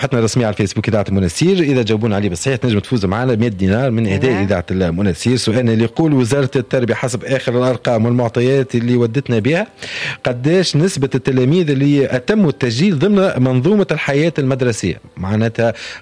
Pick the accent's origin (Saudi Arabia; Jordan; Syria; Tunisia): Tunisia; احنا عندنا في تونس برشا جامعات